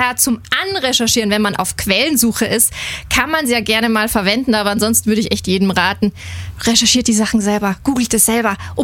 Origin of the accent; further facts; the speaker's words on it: Austria; ich bin eigentlich aus Österreich und in Österreich habe ich ganz viele Medienpraktikas gemacht.